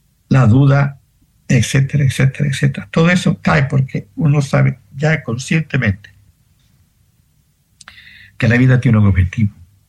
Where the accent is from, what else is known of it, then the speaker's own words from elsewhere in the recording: Colombia; born there; En Viena estaba caído, en Colombia, que estaba caído cuando nací en Colombia.